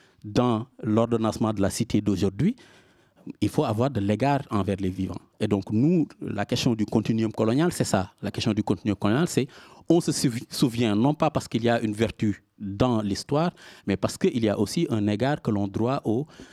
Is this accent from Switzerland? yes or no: no; Senegal; moved away; quand on vient, par exemple, moi, du Sénégal